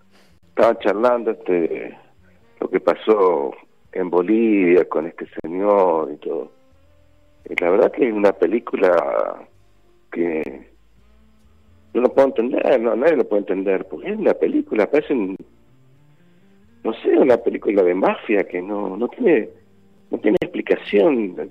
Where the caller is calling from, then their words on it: General San Lorenzo, Río Negro, Argentina; De Río Negro, de General San Lorenzo.